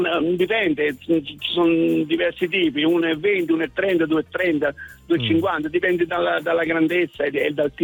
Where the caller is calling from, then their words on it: Florence, Tuscany, Italy; Io da Firenze